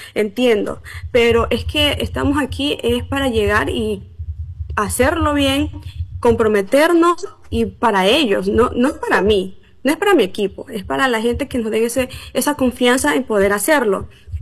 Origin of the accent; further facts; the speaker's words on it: Zapallo, Manabí, Ecuador; Yo soy de Zapallo. Crecí en Zapallo toda mi vida, básicamente.